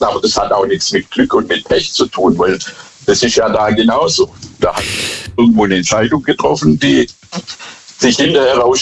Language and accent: German; Bad Boll, Baden-Württemberg, Germany; Hallo, hier ist … ich komme aus Bad Boll.